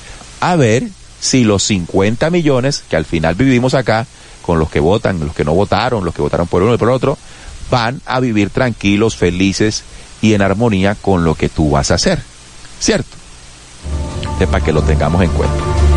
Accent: Colombia

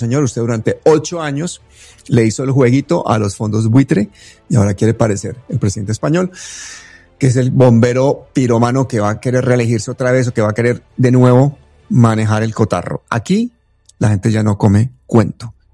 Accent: Colombia; nuestra posición en este momento como pueblo colombiano

